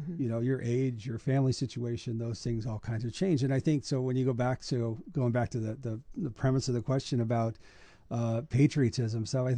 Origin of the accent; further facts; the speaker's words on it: Idaho, United States; And I would say actually being an American is part of my identity. Being from Idaho is part of my identity.